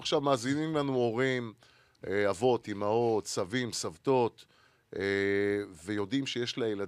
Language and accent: Hebrew; Jerusalem, Jerusalem District, Israel; אני כילד שגדל בירושלים